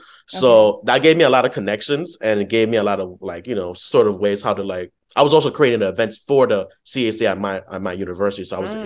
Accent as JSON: {"language": "English", "region": "New York", "country": "United States", "said": "we're both from the Bronx. You know, we're both immigrants. We're Caribbean and Afro."}